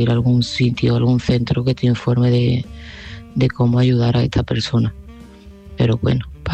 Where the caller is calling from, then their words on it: Seville, Andalusia, Spain; de Sevilla